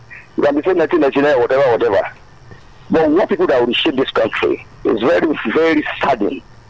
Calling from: Ogun, Nigeria; Yeah, I'm speaking from Ogun State, my environment.

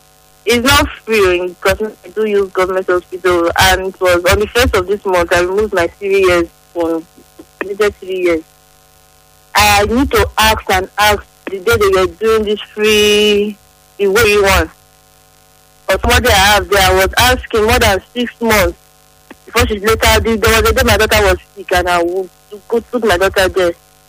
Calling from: Nigeria; from Urura.

